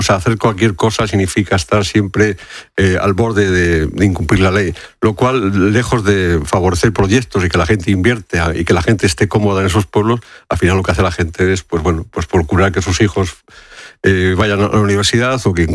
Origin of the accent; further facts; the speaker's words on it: Fermoselle, Castile and León, Spain; casualmente el barrio de mi pueblo, de Fermoselle, se llama Alto Santa Colomba.